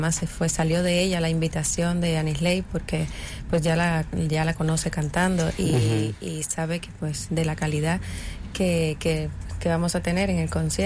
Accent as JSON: {"language": "Spanish", "country": "Cuba", "said": "Como cubanas que somos"}